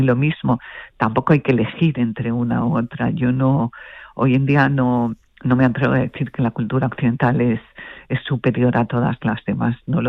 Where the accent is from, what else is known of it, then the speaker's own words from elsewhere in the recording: Spain; Como provengo de distintos sitios de España